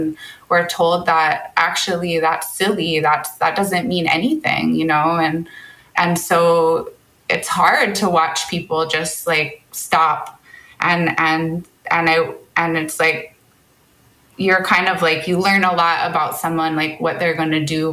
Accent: Maui, Hawaii, United States; now in Kaneohe, United States; I'm the director of Wisdom Circles Oceania. And I am born and raised on Maui, and I live on Oahu now in Kaneohe.

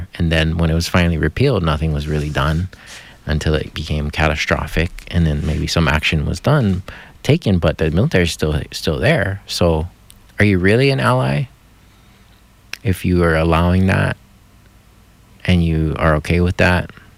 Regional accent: Hawaii, United States; we find ourselves in as Native Hawaiian people.

